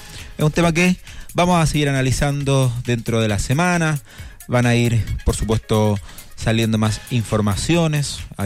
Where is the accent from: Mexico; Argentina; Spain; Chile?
Chile